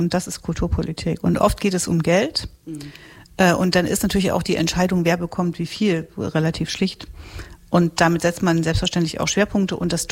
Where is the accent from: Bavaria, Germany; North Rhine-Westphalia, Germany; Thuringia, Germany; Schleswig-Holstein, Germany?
Thuringia, Germany; Also ich habe ganz lange für den Erhalt der Theater in den 90ern gekämpft in meinem Heimatland Thüringen, weil da irgendwie, wir haben quasi auf jedem Hügel ein Theater